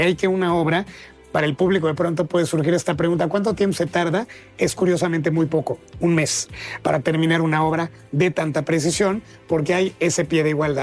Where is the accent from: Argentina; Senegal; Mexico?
Mexico; Mexico City; now in Oaxaca, Mexico; Yo no tuve la fortuna de nacer en Oaxaca, soy de la Ciudad de México, pero oaxaqueño de corazón.